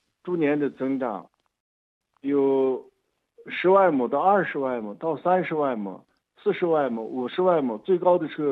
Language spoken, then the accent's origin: Chinese; Lintao, Gansu, China; 都在我们临洮过来，我们代购代销吧。